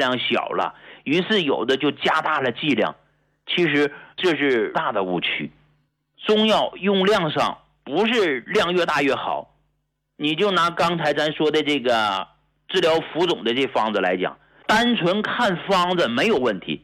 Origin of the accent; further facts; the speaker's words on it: Hegang, Heilongjiang, China; now in Guangdong, China; 在我老家黑龙江鹤岗那地儿